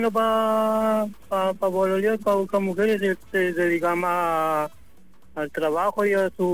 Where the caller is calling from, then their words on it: Chile; Porque somos solidarios los chilenos.